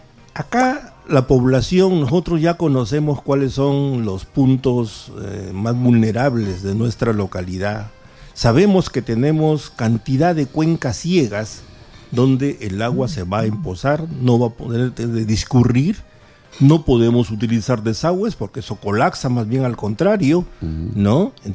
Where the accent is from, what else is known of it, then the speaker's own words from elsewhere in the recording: Lambayeque, Peru; moved away as an adult; yo regreso a mi tierra, yo soy lambayecano neto, pero he estado casi 30 años recorriendo todo el Perú y creo que ya es hora de llegar a mi tierra